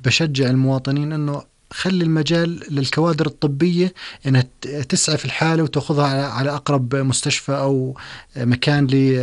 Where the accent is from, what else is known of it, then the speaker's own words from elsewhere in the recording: Jordan; يعني ما في جراح صدر، وخصوصا عندنا بالأردن